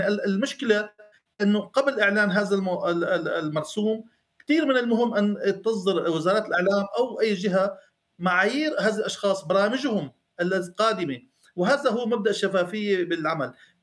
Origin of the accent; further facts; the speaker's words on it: Syria; ما كنا نتوقع كسوريين أن يكون التشكيل الحكومي